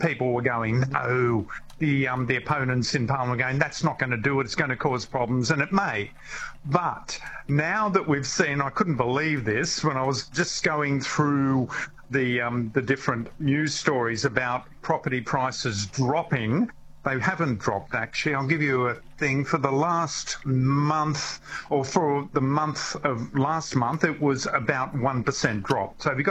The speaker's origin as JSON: {"language": "English", "region": "New South Wales", "country": "Australia", "moved": "yes", "lives_now": "Victoria, Australia", "said": "I came from New South Wales."}